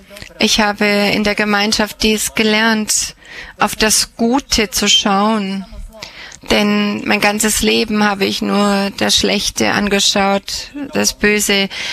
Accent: Croatia; ich bin Kroate und bin 23 Jahre alt.

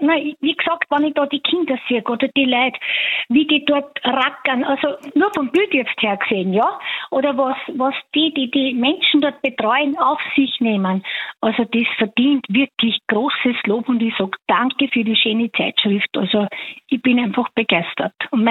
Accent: Bichl, Upper Austria, Austria; Ich bin aus Bichl bei Wels.

